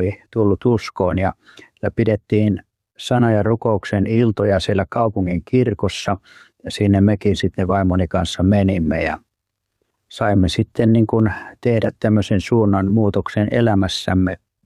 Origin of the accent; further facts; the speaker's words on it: Kokkola, Central Ostrobothnia, Finland; se tapahtui tuolla mun kotikaupungissani Kokkolassa, missä olin keskussairaalassa lääkärinä 79 vuonna.